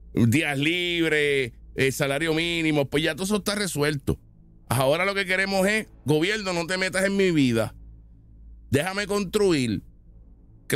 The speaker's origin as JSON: {"language": "Spanish", "country": "Puerto Rico"}